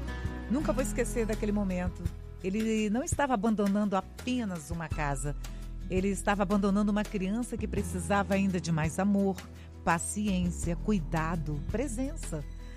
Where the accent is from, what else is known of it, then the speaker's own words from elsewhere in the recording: Espírito Santo, Brazil; now in São Paulo, Brazil; sou capixaba, mas estou morando no interior de São Paulo.